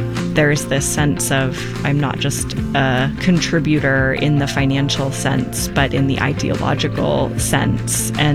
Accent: the Bay Area, California, United States; moved away as an adult; also born or lived in Chicago / Denver; now in Salt Lake City, United States; So I grew up in the Bay Area and then moved to Chicago, was there for about 10 years, then in Denver for 4 years, and then just recently moved to Salt Lake City.

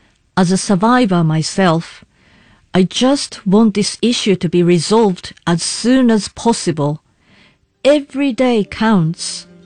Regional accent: Sado, Niigata, Japan; born or raised there; moved away; also born or lived in North Korea

